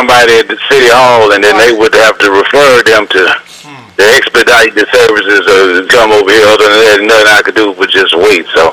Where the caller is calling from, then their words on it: Port Arthur, Texas, United States; again. I'm calling from Port Arthur.